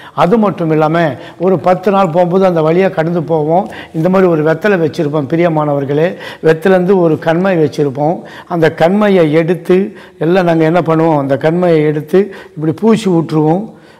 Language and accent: Tamil; Tiruvannamalai, Tamil Nadu, India; என்னுடைய ஊர் சொந்த ஊர் திருவண்ணாமலை. திருவண்ணாமலை பட்டணத்தை தான் நான் வளர்ந்தேன், பிறந்தேன், அங்கே தான் இருந்தேன்.